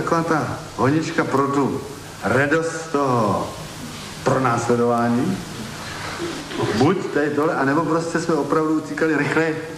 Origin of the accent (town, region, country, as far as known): Vizovice, Zlín Region, Czechia; born or raised there